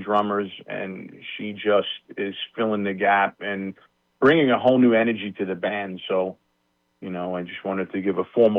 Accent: Long Island, New York, United States; Yeah, we're all from Long Island, New York.

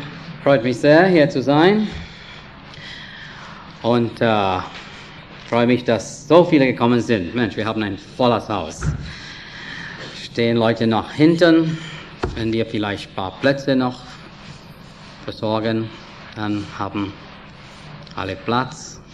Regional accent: India; German is a second language; now in Switzerland; ich bin Inder. Ich habe eine ganz andere Art von Sprechen. Andere Art von Leben, mehr oder weniger. Aber ich bin doch froh, Inder zu

